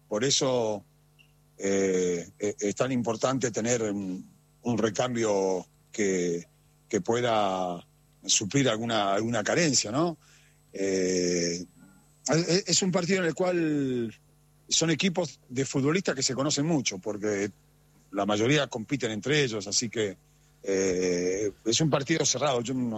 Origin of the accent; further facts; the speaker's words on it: Argentina; todos los argentinos.